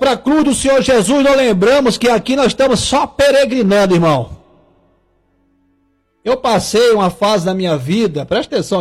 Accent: Tocantins, Brazil

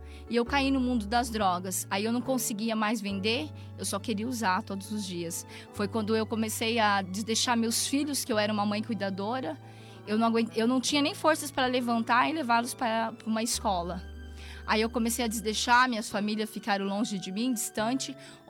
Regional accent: Bom Jesus dos Perdões, São Paulo, Brazil; sou de uma cidade do interior de Bom Jesus dos Perdões, uma cidade pequena.

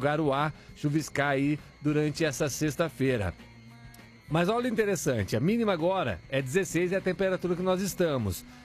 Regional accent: Manaus, Amazonas, Brazil; sou de Manaus, manda um alô aí pra Manaus, alô Manauara, aquele abraço, bom dia!

